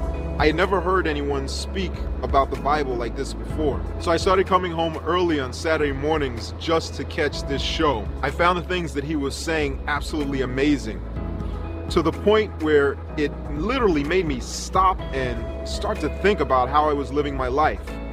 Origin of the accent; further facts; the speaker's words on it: New York City, New York, United States; moved away as an adult; I grew up here in New York City.